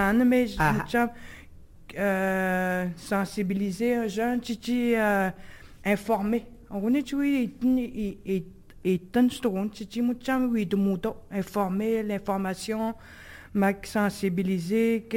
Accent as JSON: {"language": "French", "region": "Quebec", "country": "Canada", "said": "On a décidé, tu sais, en français, parce que je dis que nous sommes des Atikameks, des Algonquins."}